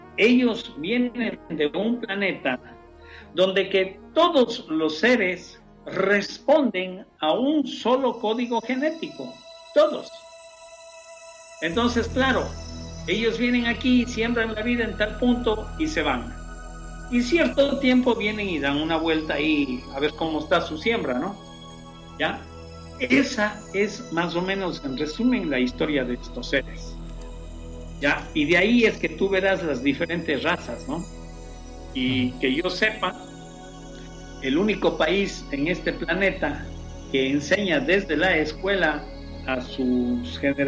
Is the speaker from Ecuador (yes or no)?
yes; Cuenca, Azuay, Ecuador; el otro día tuve el agrado de dar una conferencia en Cuenca, una ciudad por acá, es mi ciudad natal